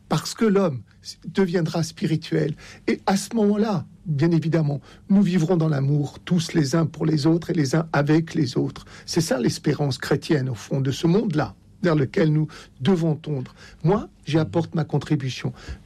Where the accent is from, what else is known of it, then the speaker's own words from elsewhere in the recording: Oran, Oran Province, Algeria; born there; Je suis né à Oran.